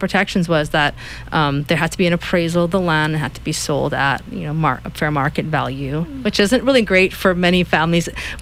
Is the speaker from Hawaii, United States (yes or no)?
yes; Kauai, Hawaii, United States; So a lot of people, at least for myself, when I grew up on Kauai, we think of Wanini, we think of the beach park.